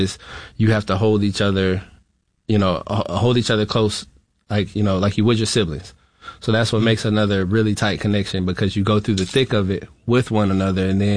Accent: Florida, United States; You know, I was raised in Florida.

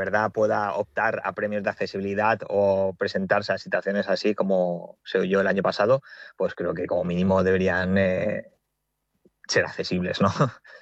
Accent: Alicante, Valencian Community, Spain; Por lo menos para mí, claro, como alicantino

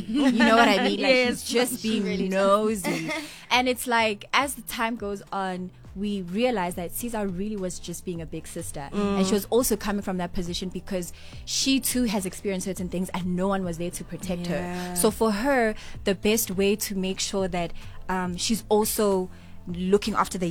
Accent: South Africa; a sense of empowerment as a South African woman, given the climate of the things that happen in our country

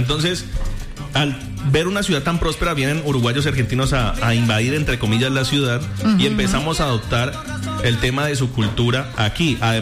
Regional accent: Cali, Valle del Cauca, Colombia

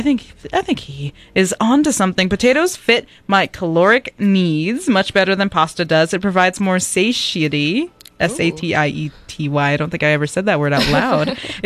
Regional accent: Ireland; I am Irish. I love potato over pasta.

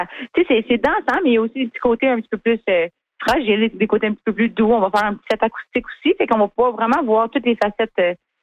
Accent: Casselman, Ontario, Canada; je viens de Castlemaine en Ontario.

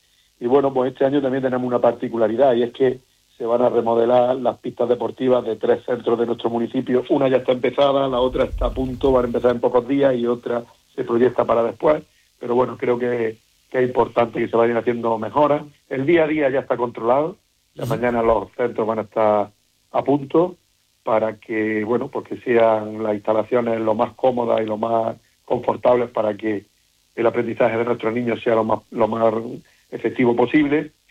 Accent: Berja, Andalusia, Spain

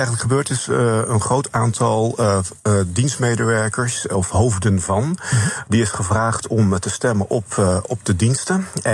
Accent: Netherlands

